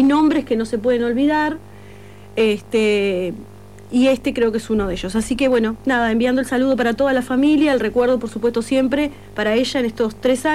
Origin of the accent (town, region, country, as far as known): Maldonado, Uruguay